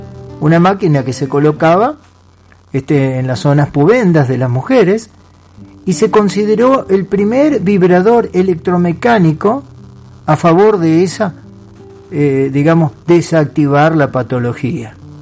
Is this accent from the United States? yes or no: no; Santa Fe, Argentina; Y le decimos, chao Jorge, somos de Santa Fe.